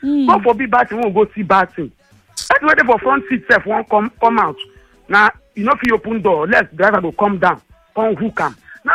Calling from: Orile, Lagos, Nigeria; Good morning … from Orile.

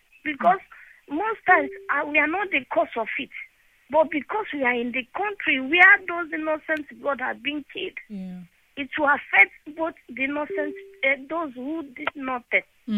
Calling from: Ikorodu, Lagos, Nigeria; I'm calling from Ikrodu.

